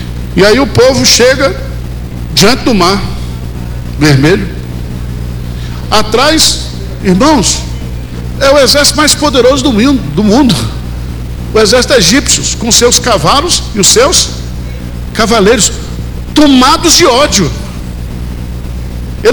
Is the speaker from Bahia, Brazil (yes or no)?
yes; Bahia, Brazil; eu que sou baiano